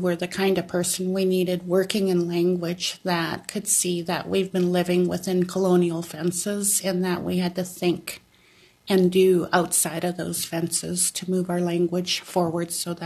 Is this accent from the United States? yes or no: no; Teslin, Yukon, Canada; now in Tagish, Canada; I exist as a clinket woman. I'm from the Eagle Clan and from Teslin. I live in Tagish right now.